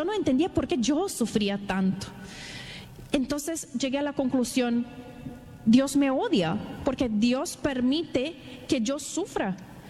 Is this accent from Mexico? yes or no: no; São Paulo, Brazil; born there; Spanish is a second language; moved away; desarrollé mi español con Duolingo, así que paciencia, por favor. Soy de Brasil y nací en una ciudadcita chiquita en el interior de São Paulo.